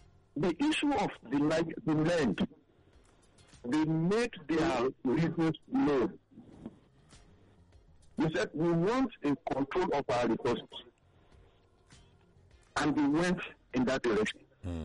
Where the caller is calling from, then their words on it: Lagos, Nigeria; I'm calling from Ipaja.